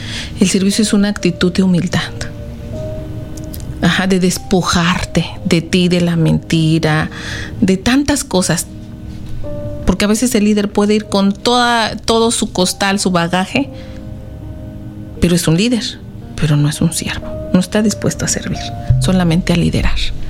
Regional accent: Mexico; moved away; yo que soy de México

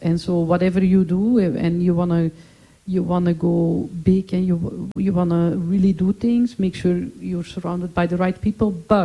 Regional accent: Belgium; now in Turks and Caicos; I'm originally from Belgium, so I'm like a European type

